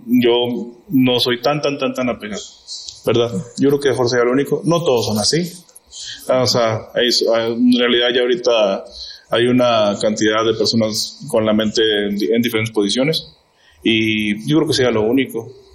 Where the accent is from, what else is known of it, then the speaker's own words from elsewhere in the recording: Mexico; todos somos mexicanos.